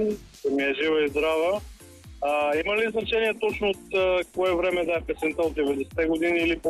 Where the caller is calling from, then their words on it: Stara Zagora, Stara Zagora Province, Bulgaria; И от Стара Загора съм.